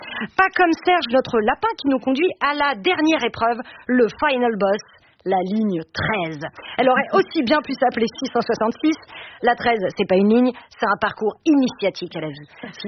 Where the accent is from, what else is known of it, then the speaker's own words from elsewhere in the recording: Paris, Île-de-France, France; born there; je suis née à Paname, là où ça grouille, mais pas d'insectes, de gens et de rats.